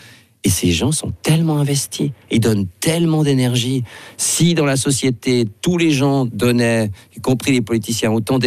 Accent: Switzerland; les instruments à vent sont un exemple remarquable du fonctionnement de la société civile chez nous en Suisse, vraiment.

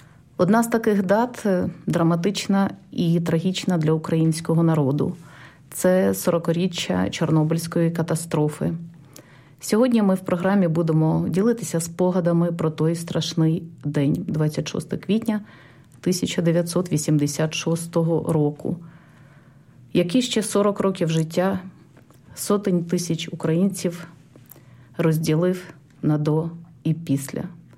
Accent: Pripyat, Kyiv Oblast, Ukraine; Але ми, прип'ятчани, а наша сім'я із Прип'яті, із так званих чорнобильців, батько наш був ліквідатором, наша сім'я жила у Прип'яті.

